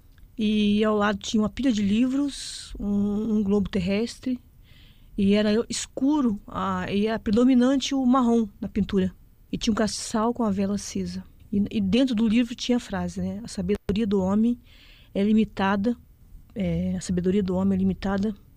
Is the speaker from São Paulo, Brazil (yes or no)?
yes; São Lourenço da Serra, São Paulo, Brazil